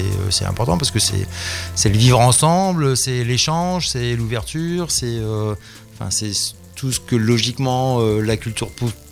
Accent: Hénin-Beaumont, Hauts-de-France, France; born there; même si moi je suis né à Hénin, je suis abonné à Lens

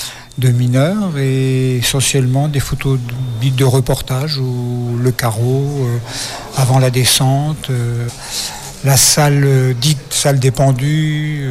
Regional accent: Centre-Val de Loire, France; now in Paris, France

